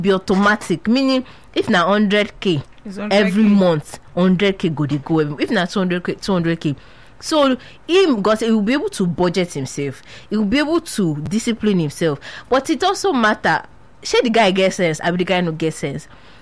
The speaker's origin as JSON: {"language": "English", "country": "Nigeria", "said": "As a Nigerian from here"}